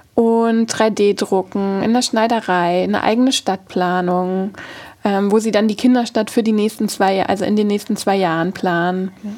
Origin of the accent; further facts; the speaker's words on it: Hamburg, Germany; ich bin schon da an Hamburg aufgewachsen und so teilweise in Wilhelmsburg.